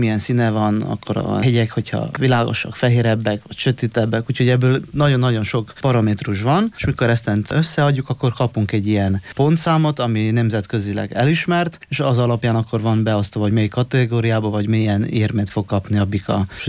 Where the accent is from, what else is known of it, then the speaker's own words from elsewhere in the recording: Slovenia; magyar határon, ami megy föl Dobronak, meg Goricskó felé, ottan van legjobban a szarvasállomány. Otthon, Szlovéniában itt vannak a legnagyobb bikák.